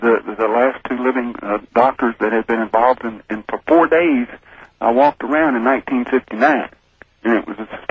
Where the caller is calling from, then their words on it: Houston, Texas, United States; Houston, Texas.